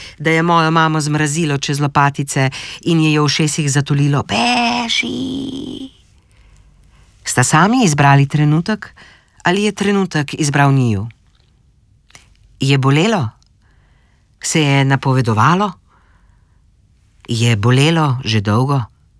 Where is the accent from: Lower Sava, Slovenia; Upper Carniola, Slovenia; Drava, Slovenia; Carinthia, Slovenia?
Drava, Slovenia; Jurovski Dol; now in Berlin, Germany; prevzela od svoje mame, je stala 1000 kilometrov južneje od mojega doma v Berlinu, v Jurovskem dolu, v mojem rojstnem kraju.